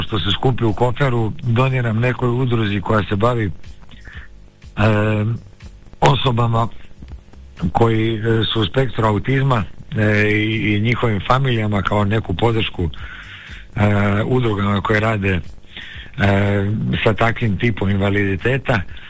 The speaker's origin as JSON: {"language": "Croatian", "country": "Croatia", "said": "samo što malo kod nas u Hrvatskoj je malo teže s dozvolama, malo se teže dobijaju dozvole"}